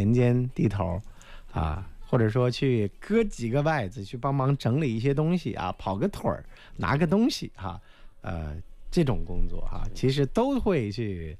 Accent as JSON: {"language": "Chinese", "region": "Fujian", "country": "China"}